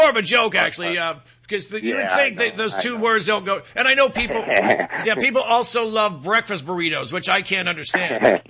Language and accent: English; Detroit, Michigan, United States; My hometown, Detroit